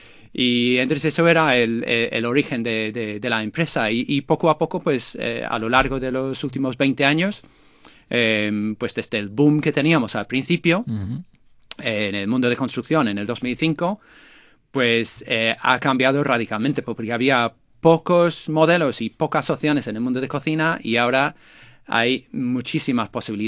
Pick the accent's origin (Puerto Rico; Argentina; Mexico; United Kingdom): United Kingdom; England; Spanish is a second language; moved away as an adult; also born or lived in Ireland; now in Spain; yo no soy español, yo soy inglés. Después de 20 años la gente piensa que estoy fingiendo el acento, pero no es así. Yo soy de Inglaterra